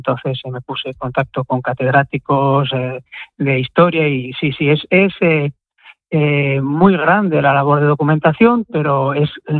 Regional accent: Bilbao, Basque Country, Spain; yo soy bilbaíno de siempre

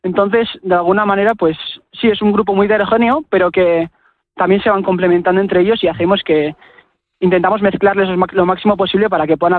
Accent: Pamplona, Navarre, Spain; born there

